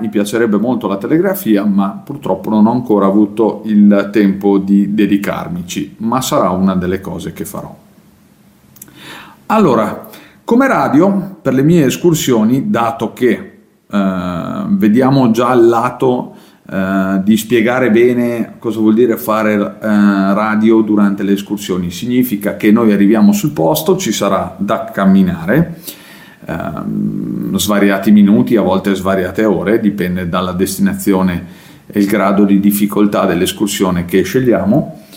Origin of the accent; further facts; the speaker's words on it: Trentino-Alto Adige, Italy; io sono dell'Alto Adige.